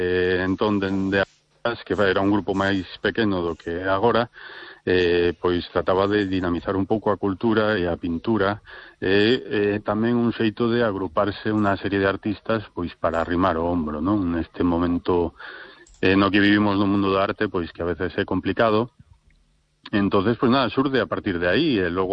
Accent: Vigo, Galicia, Spain; Actuamos a nivel galego, pero a maioría somos de Vigo, sí.

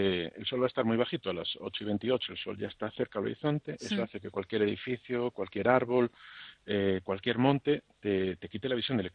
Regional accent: Sarria, Galicia, Spain; en Sarria, de donde soy yo, en tu villa

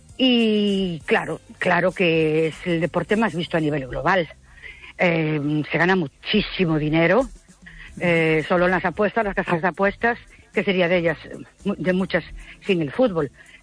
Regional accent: Ourense, Galicia, Spain; Buenas noches … de Ourense.

